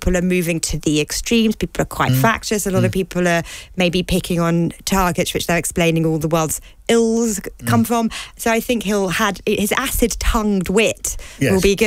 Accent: United Kingdom; Well, I guess as British, like in Britain

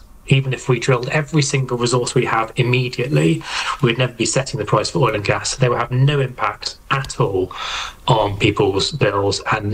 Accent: South East England, United Kingdom; I'm from Hampshire. I grew up there.

